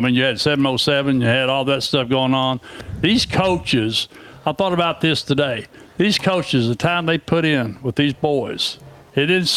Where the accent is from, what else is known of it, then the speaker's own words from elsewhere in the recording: Texas, United States; being that I was raised in West Texas, Odessa Permian